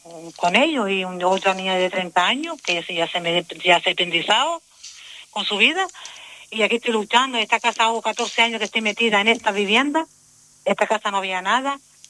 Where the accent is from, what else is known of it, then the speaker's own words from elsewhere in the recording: Canary Islands, Spain; den un techo digno como todo español y como todo canario y como todo que somos.